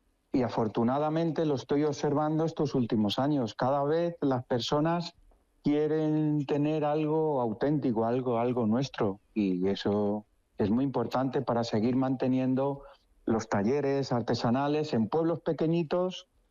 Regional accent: Salamanca, Castile and León, Spain; la dehesa salmantina de mi tierra

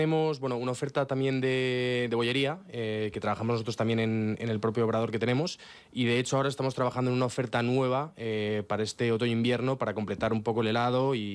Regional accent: Spain; now in Madrid, Spain; como yo soy español y él es libanés

